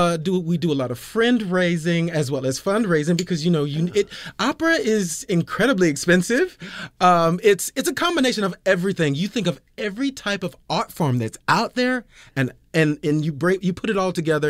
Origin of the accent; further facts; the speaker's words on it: Georgia, United States; I'm a Georgia boy.